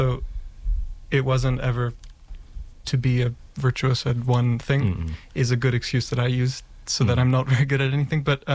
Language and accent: English; Greece; moved away; I grew up in Greece.